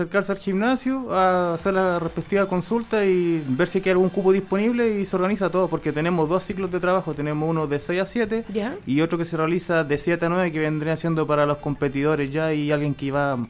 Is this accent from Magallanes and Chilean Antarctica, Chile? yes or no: no; Puente Alto, Santiago Metropolitan Region, Chile; now in Curicó, Chile; Sí, yo vengo de Santiago, de Puente Alto.